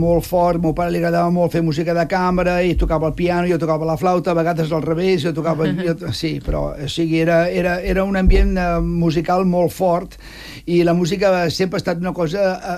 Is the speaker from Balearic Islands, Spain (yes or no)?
no; Catalonia, Spain; Però saben qui sóc i tothom sap de que sóc català.